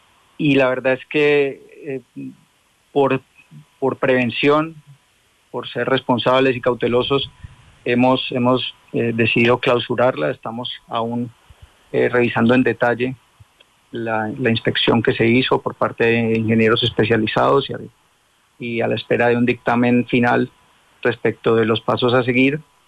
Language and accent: Spanish; Cali, Valle del Cauca, Colombia; apoyarnos como caleños, como vallecaucanos